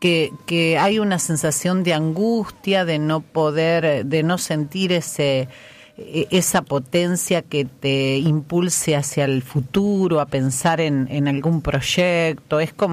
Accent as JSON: {"language": "Spanish", "town": "San José de la Esquina", "region": "Santa Fe", "country": "Argentina", "tie": "born there", "also_born_or_lived": "Rufino", "moved": "yes"}